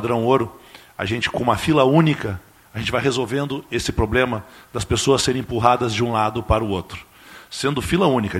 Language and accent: Portuguese; Curitiba, Paraná, Brazil; Eu sou de Curitiba.